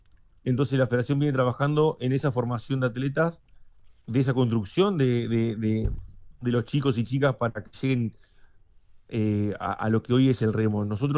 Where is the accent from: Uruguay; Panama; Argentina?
Uruguay